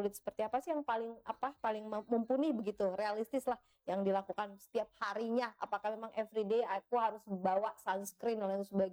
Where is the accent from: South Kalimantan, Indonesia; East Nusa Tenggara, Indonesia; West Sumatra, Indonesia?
East Nusa Tenggara, Indonesia; Kupang; Tapi justru cocok sama kulit kita, anehnya kulit kita orang Kupang gitu.